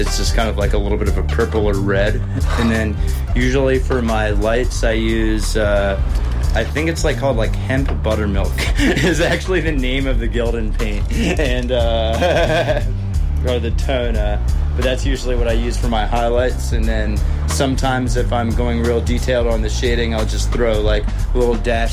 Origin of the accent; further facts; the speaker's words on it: Baltimore, Maryland, United States; I'm from Baltimore. I like love my city and rep it to the death, but at the same time, like I'm a white boy in a black neighborhood